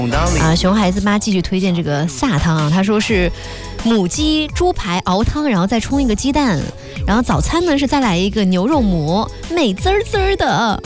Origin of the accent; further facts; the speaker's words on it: Anhui, China; 因为我也是安徽人啊。